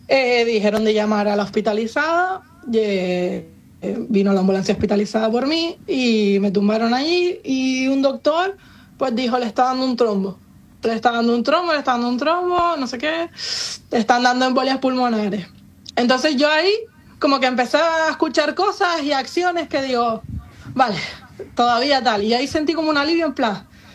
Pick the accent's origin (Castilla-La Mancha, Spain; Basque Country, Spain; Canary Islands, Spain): Canary Islands, Spain; Lanzarote; Lanzarote, pero y demás.